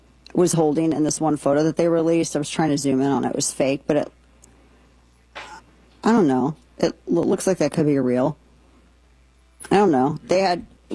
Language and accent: English; the Ozarks, United States